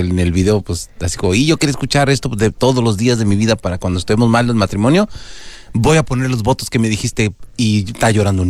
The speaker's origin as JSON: {"language": "Spanish", "country": "Mexico", "moved": "yes", "said": "Voy a poner México porque soy mexicano."}